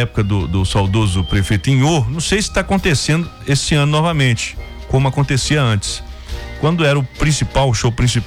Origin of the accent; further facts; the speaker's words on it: Ponte Nova, Minas Gerais, Brazil; born there; na cidade onde eu nasci, em Ponte Nova